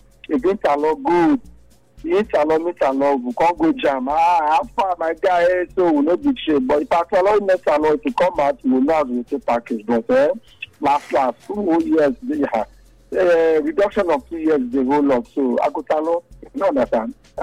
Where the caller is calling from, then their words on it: Nigeria; Calling from Nigeria at the moment.